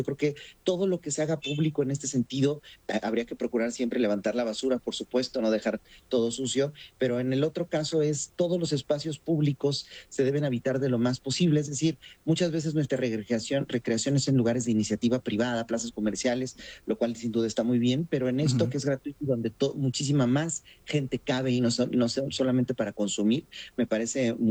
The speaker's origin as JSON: {"language": "Spanish", "region": "Oaxaca", "country": "Mexico", "said": "ciudades como Oaxaca, de donde yo soy originario"}